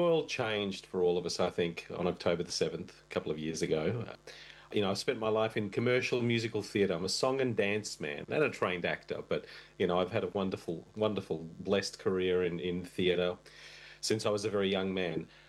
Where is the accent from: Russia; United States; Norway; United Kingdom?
Russia; born there; first language Russian; English is a second language; You know, my second language after Russian, I was born in Russia, my second language was Yiddish, which I started to learn again as an adult